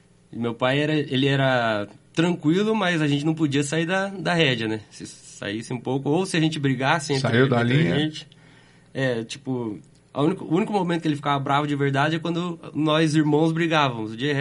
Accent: Curitiba, Paraná, Brazil; also born or lived in Mato Grosso do Sul / Mandirituba / Fazenda Rio Grande; Na verdade, nós dois somos de Curitiba. A gente nasceu aqui, mas moramos no Mato Grosso do Sul. A gente morou um bom tempo em Mandirituba também, aqui na região metropolitana, na Fazenda Rio Grande. Mas a maioria do tempo é aqui em Curitiba.

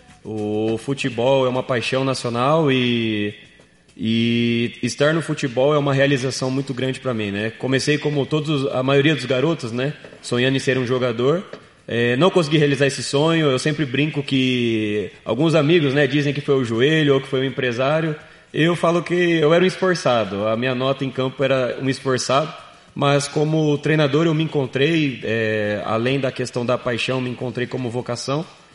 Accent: Bauru, São Paulo, Brazil; Nascido e criado em Bauru, interior de São Paulo.

